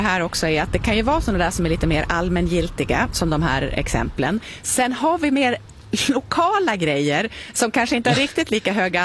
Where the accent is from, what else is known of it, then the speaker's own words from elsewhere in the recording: Malung, Dalarna County, Sweden; born there; Till exempel när jag rör mig hemma i Malung